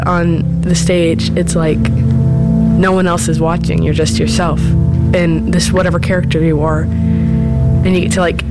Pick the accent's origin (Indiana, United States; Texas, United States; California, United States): Indiana, United States; Indianapolis; I'm from Indianapolis.